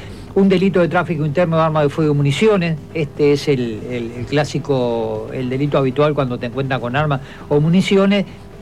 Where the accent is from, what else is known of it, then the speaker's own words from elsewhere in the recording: Maldonado, Uruguay; para quienes somos de acá, de la Gorgorita.